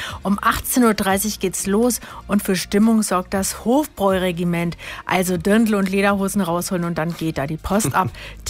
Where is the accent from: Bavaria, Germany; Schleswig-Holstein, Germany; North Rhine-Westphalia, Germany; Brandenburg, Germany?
Bavaria, Germany; moved away; Aber hallo, ich bin gebürtige Bayerin. Das ist lange her, dass ich da weg bin.